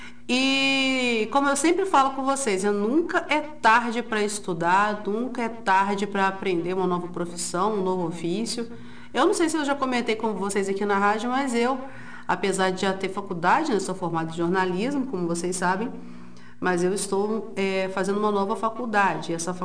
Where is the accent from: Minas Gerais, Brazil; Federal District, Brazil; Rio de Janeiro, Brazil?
Minas Gerais, Brazil; Santos Dumont; eu sou de Santos Dumont